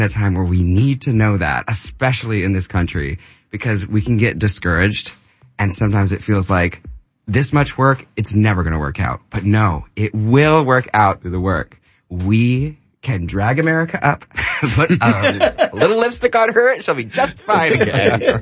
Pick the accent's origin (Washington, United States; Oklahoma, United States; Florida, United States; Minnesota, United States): Washington, United States; Seattle; moved away; also born or lived in New York; I'm just from Seattle. We're both from Seattle.